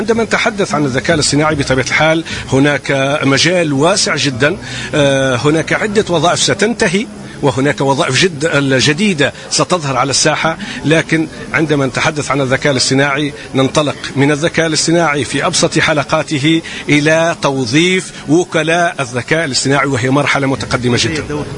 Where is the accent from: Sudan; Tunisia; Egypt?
Tunisia; بحكم أنا تونسي